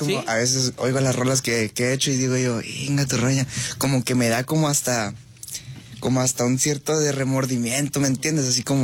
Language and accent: Spanish; Cuauhtémoc, Chihuahua, Mexico; No, yo soy de Chihuahua. Ah, Chihuahua. Sí, de Cuauhtémoc, Chihuahua.